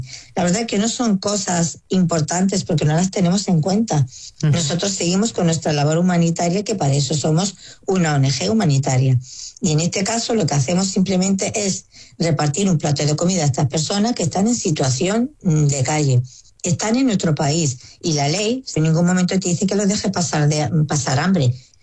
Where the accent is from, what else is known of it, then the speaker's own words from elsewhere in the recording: Ceuta, Spain; Aquí hay que dejar claro que los musulmanes ceutíes somos tan españoles como el que más y somos tan patriotas con el que más.